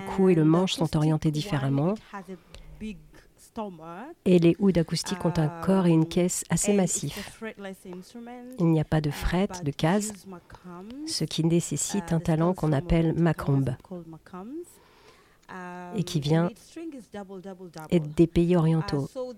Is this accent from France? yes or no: no; Zanzibar, Tanzania; French is a second language; J'ai donc commencé à jouer également du tarab, qui est un style de musique traditionnel chez nous à Zanzibar.